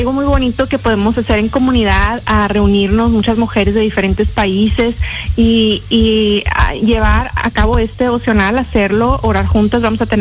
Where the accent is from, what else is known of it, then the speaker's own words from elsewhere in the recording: Houston, Texas, United States; Nací en Houston, Texas, pero mis padres son mexicanos.